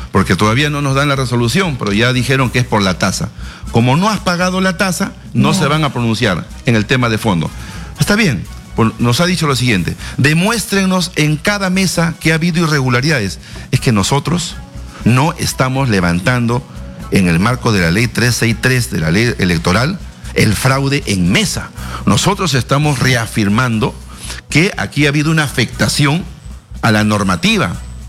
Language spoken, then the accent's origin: Spanish; Peru